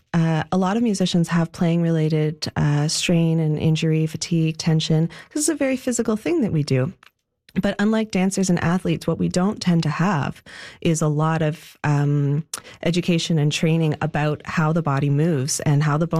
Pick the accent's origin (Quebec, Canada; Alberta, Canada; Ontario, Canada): Ontario, Canada; Toronto; moved away as an adult; now in Newfoundland, Canada; And I'm from Toronto originally, and I came to Newfoundland for the first time in 2007 for the Tuckamore Chamber Music Festival.